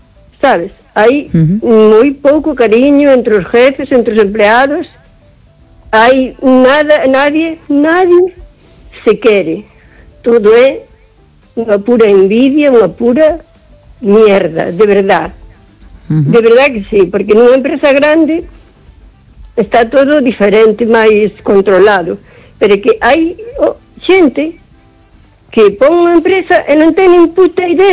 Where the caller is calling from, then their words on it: O Carballiño, Galicia, Spain; de Carballiño.